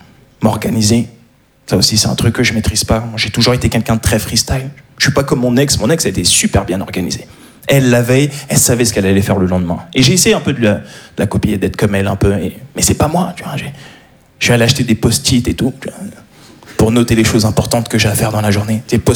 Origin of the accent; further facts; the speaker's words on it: Paris, Île-de-France, France; je suis un Parisien, voilà ce que je suis.